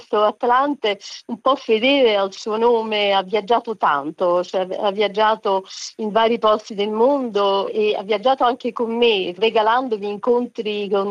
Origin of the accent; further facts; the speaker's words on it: Naples, Campania, Italy; la mia città natale Napoli.